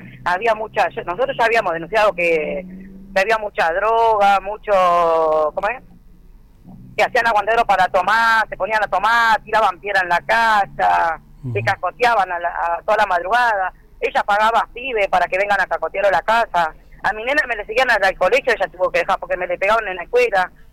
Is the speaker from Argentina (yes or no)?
yes; Río Gallegos, Santa Cruz, Argentina; now in Buenos Aires, Argentina; yo vine hace 2 años yo que estoy acá en Buenos Aires, porque yo vine de Río Gallego